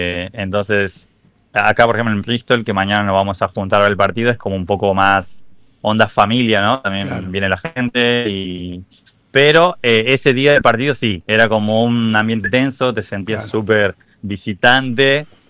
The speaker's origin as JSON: {"language": "Spanish", "region": "Santiago del Estero", "country": "Argentina", "lives_now": "England", "said": "Yo soy de Santiago del Estero, así"}